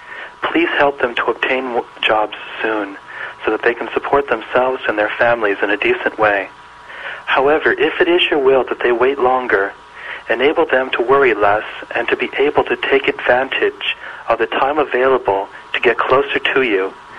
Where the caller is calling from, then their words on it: Boynton Beach, Florida, United States; I'm calling from Boynton Beach, Florida.